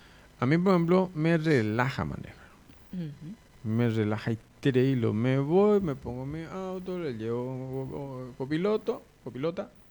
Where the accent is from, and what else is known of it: Paraguay